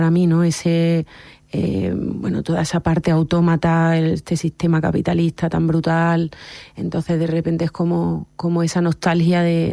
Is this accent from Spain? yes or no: yes; Córdoba, Andalusia, Spain; yo soy de Córdoba